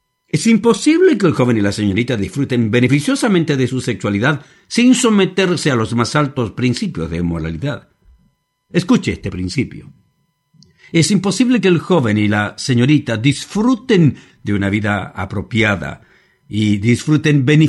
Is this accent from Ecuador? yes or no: no; Chile; muchos otros en mi país